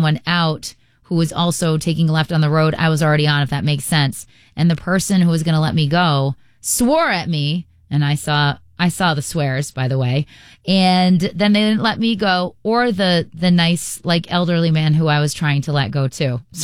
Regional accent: Rhode Island, United States

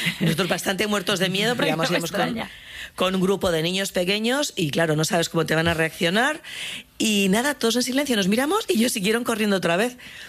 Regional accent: Castile and León, Spain; Que muchas veces yo, que soy de Castilla y León, bueno, pues ves a pueblos muy pequeñitos en el que el material de labranza está muy viejo.

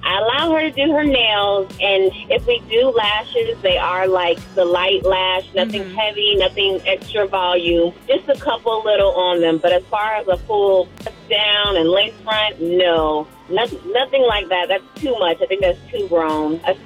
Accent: Douglasville, Georgia, United States; from Douglasville, Georgia.

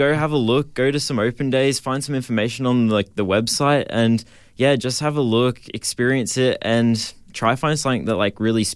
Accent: Brisbane, Queensland, Australia; moved away as an adult; now in Darwin, Australia; I'm actually from Brisbane. So I moved up here at the start of this year.

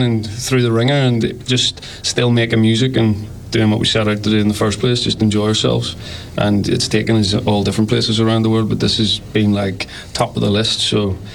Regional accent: Belfast, Northern Ireland, United Kingdom; moved away; also born or lived in Wakefield; I'm from Belfast, but met in Wakefield in England in 2013-2014.

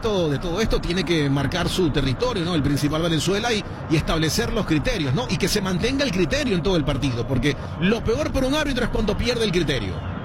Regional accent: Venezuela; Ya que yo soy venezolano, mi querido Iker.

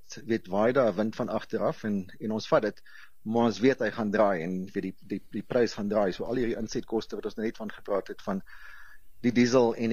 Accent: Hoopstad, Free State, South Africa; moved away; Ek kom daar uit die Milieu area uit Hoopstad uit groot geword daarso.

